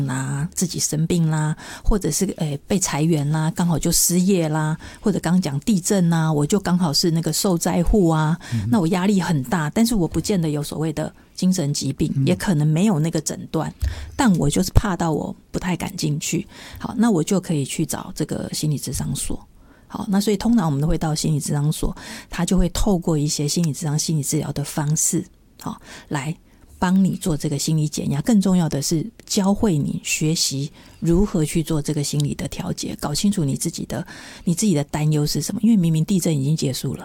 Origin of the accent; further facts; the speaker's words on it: Taiwan; 我们台湾人